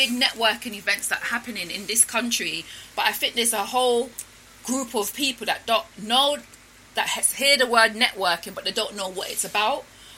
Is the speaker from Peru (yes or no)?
no; Jamaica; And because I came from Jamaica